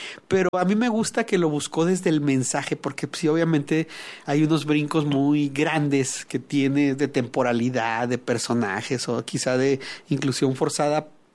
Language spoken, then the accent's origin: Spanish; Mexico City, Mexico; now in Ciudad Juárez, Mexico; Yo soy migrante, yo vengo de la Ciudad de México, pero y Juárez, la verdad es que el 70% es migrante.